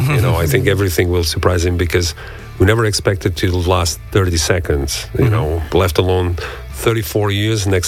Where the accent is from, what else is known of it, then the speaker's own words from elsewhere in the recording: Portugal; English is a second language; We're from Portugal. Portugal doesn't have a lot of tradition on rock and roll and metal.